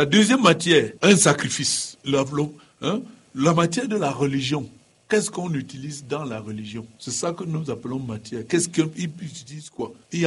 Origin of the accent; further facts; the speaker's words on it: Cameroon; moved away; also born or lived in Bafou; Parce que chez nous, dans le Nord, on n'a pas des affaires comme ça.